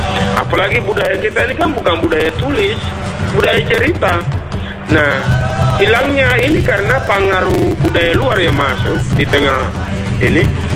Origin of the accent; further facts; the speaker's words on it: Southwest Papua, Indonesia; kembali kepada kita orang Moi, bagaimana kita menjaga kebudayaan kita ini?